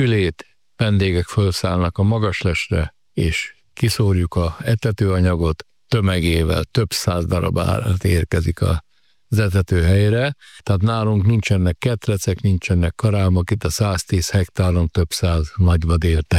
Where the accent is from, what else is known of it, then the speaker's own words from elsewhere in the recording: Zagyvaróna, Nógrád, Hungary; Egy szerencsém volt, én Zagyvaróna, Rónabányán nőttem föl, az ottani erdők olyan nyomot hagytak bennem, hogy egy életre szólott.